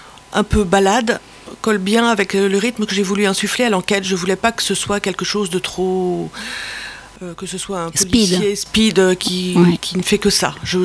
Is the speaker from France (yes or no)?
yes; Versailles, Île-de-France, France; moved away; Versailles en particulier, qui est ma ville natale où j'ai longtemps vécu.